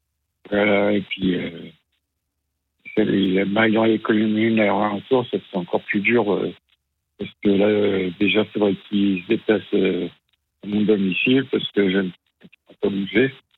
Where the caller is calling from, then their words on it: Saintes, Nouvelle-Aquitaine, France; Je suis à Sainte, en Charente-Marie.